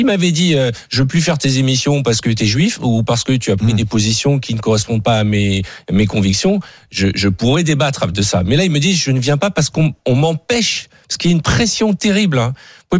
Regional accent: France; je suis français et juif

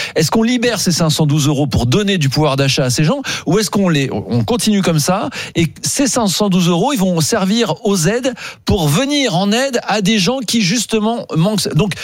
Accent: Grand Est, France

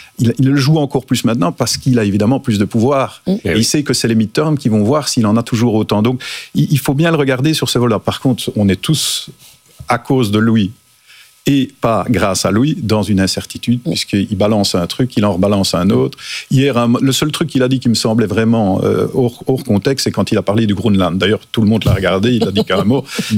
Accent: Belgium; now in France; moi, en tant que Belge, je suis très heureux. Je suis très heureux en France.

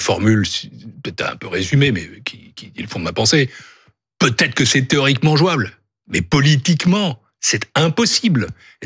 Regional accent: France

